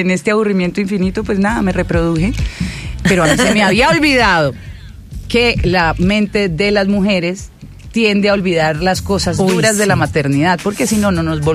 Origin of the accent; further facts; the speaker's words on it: Cali, Valle del Cauca, Colombia; born there; also born or lived in Bucaramanga / Cartagena; now in Medellín, Colombia; yo soy caleña. Criada entre Cali y Bucaramanga, con abuelos por ambas partes de Río Negro, Antioquia.